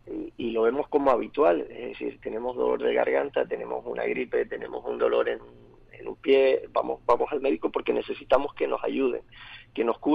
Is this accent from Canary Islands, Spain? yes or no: yes; Lanzarote, Canary Islands, Spain; por aquello de que soy de Lanzarote, tú lo sabes